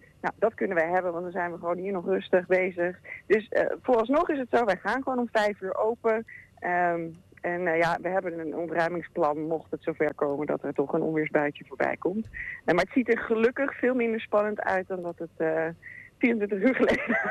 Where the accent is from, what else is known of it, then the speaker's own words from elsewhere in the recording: Apeldoorn, Gelderland, Netherlands; born there; Apeldoornse mens, maar ik ben vroeger geboren in Apeldoorn.